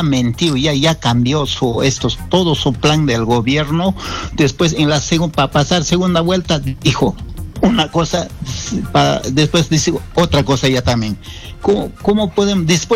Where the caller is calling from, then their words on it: Puno, Peru; yo soy de Puno